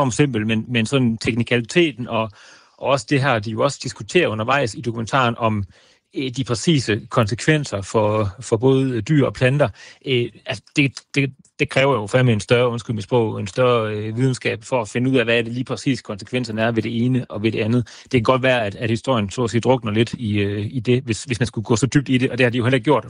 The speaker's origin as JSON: {"language": "Danish", "town": "Viborg", "region": "Central Denmark Region", "country": "Denmark", "said": "fordi som publicist og sådan set også som viborgenser, synes jeg jo"}